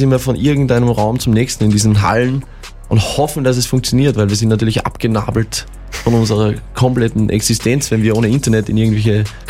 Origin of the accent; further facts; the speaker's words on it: Austria; Aber ich kann es nachvollziehen, wir kommen ja aus Österreich.